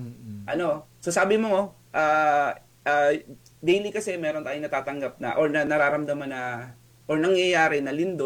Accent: Calabarzon, Philippines; Ako po, taga Batangas ako. Nasa Batangas po ako ngayon.

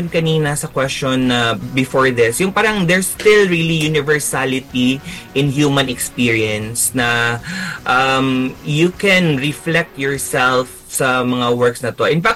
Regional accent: Iligan, Northern Mindanao, Philippines; experience ko growing up dito sa Iligan

